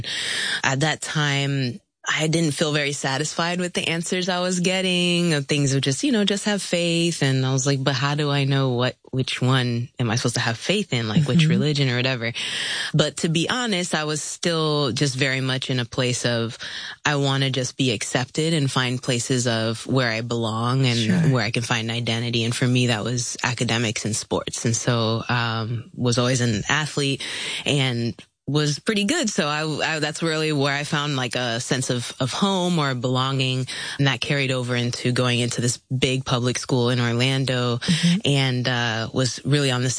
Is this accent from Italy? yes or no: no; Philippines; also born or lived in Puerto Rico / Jamaica; I'm from the Philippines. I was born there, Puerto Rico and Jamaica.